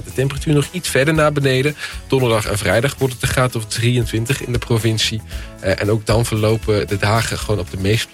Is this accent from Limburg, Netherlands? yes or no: yes; Venray, Limburg, Netherlands; moved away; ik kom oorspronkelijk uit Venray, dus ik ken het gebied goed.